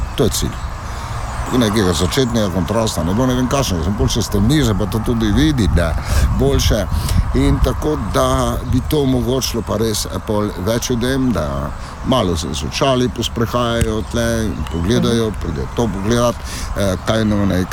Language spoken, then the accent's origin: Slovenian; Slovenian Littoral, Slovenia; Primorci smo sprivilegirani tukaj